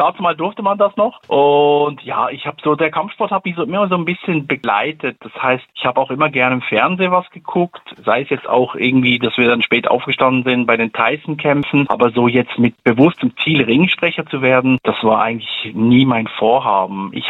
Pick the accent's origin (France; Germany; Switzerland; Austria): Switzerland; Also bei uns in der Schweiz, bin ja Schweizer, nennt man das Klinkeputzer.